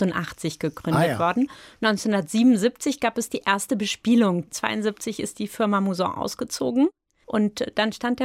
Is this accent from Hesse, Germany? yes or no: yes; Wiesbaden, Hesse, Germany; Und für mich, ich komme aus Wiesbaden.